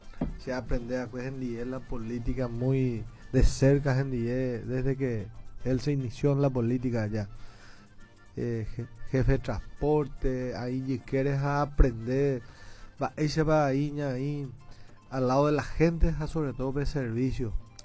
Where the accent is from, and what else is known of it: Paraguay